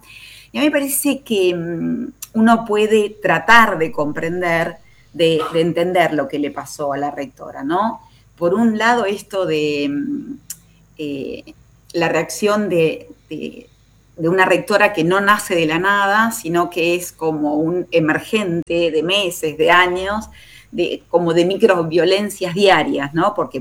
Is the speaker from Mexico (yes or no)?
no; Argentina